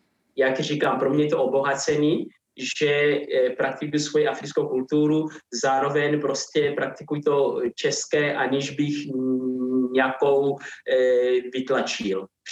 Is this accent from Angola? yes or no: yes; Angola; Czech is a second language; now in Czechia; Mám dva domovy, když tady opravdu jako žijí díl, ale pořád se cítím zároveň i jako Angolán a Česko beru jako svůj druhý domov.